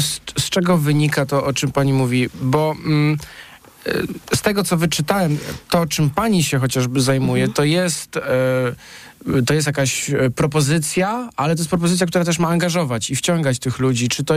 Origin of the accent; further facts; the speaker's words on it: Sopot, Pomeranian Voivodeship, Poland; Ja jestem z Sopotu, więc trzymam kciuki za panią.